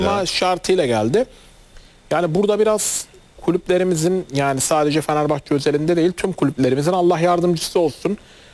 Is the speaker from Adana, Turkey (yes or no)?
yes; Adana, Turkey; benim memleketim Adana Demirspor.